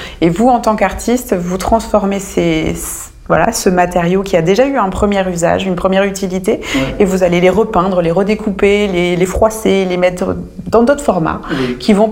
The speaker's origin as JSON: {"language": "French", "region": "Auvergne-Rhône-Alpes", "country": "France", "said": "ou tout simplement chez nous en Ardèche et en Drôme"}